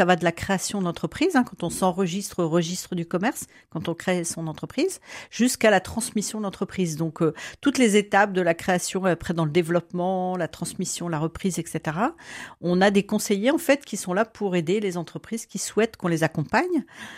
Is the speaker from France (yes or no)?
yes; Lille, Hauts-de-France, France; je suis une pure ch'ti, je suis lilloise depuis X générations.